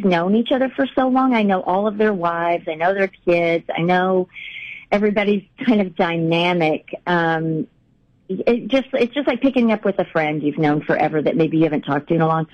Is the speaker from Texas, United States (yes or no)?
yes; Texas, United States; moved away; You know, I'm from Texas originally and have a lot of family in Oklahoma